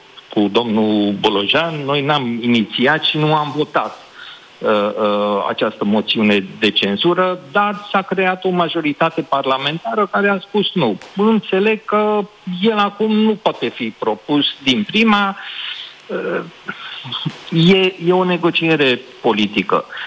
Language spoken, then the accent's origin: Romanian; Satu Mare, Satu Mare County, Romania; eu sunt din Satu Mare